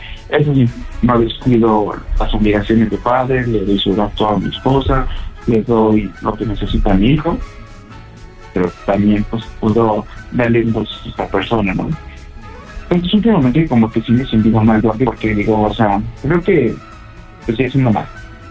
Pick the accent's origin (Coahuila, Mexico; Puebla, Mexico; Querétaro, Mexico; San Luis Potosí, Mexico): Coahuila, Mexico; Claro, tengo lo que son 30 años y soy de aquí de Coahuila.